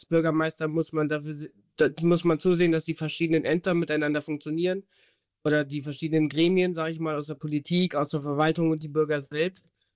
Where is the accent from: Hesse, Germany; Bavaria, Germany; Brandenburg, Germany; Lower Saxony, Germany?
Lower Saxony, Germany; Nienburg; born there; Ich bin in Nienburg geboren, bin jetzt 25 Jahre alt